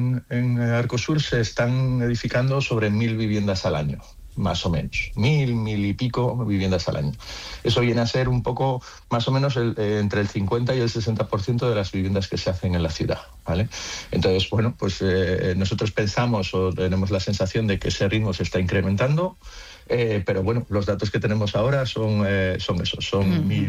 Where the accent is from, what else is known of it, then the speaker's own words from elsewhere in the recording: Asturias, Spain; moved away as an adult; now in Zaragoza, Spain; yo soy asturiano, yo vine a vivir aquí en el año 2000 y me fui a Lactur